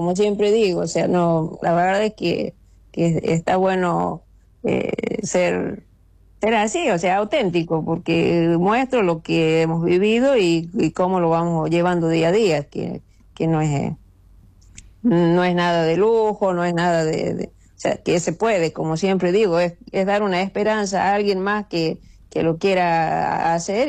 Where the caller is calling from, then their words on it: Chilecito, La Rioja, Argentina